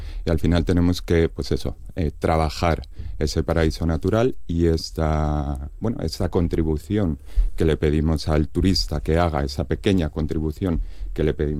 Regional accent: Llanes, Asturias, Spain; Yo que soy de Llanes, ¿no?

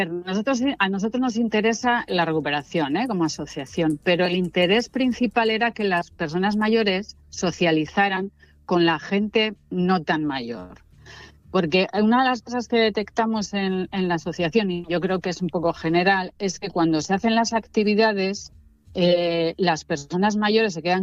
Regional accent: Piloña, Asturias, Spain; yo soy de Piloña, mi familia es de Piloña

